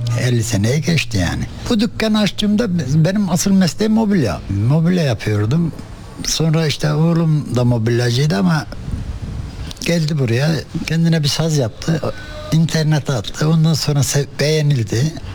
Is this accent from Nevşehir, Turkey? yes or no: yes; Ürgüp, Nevşehir, Turkey; now in Ankara, Turkey